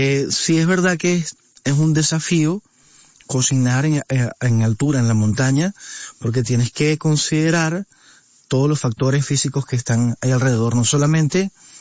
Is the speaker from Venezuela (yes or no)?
yes; Venezuela; born there; Hombre, yo soy venezolano y soy mexicano nacido en Venezuela